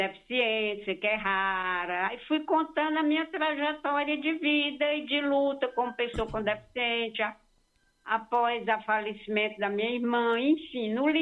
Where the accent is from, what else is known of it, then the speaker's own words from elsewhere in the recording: Massapê, Ceará, Brazil; moved away; eu sou do interior de Massapê, morei lá muito tempo, meu pai é de Tianguá, mas eu sou de Massapê.